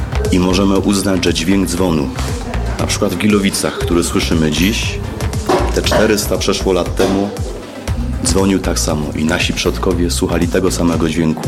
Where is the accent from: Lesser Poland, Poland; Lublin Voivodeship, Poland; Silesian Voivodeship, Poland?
Silesian Voivodeship, Poland; Żywiec